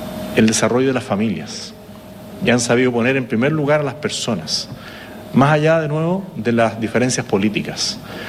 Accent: Chile

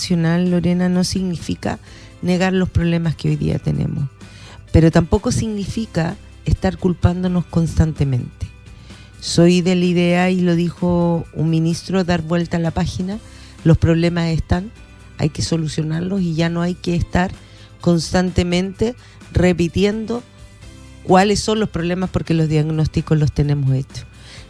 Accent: Chile

